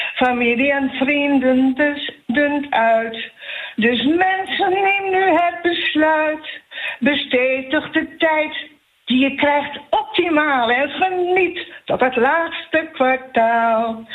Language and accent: Dutch; North Holland, Netherlands; Je weet, ik kom zelf ook uit de Zaanstreek. En daar hebben we toch een beetje een band.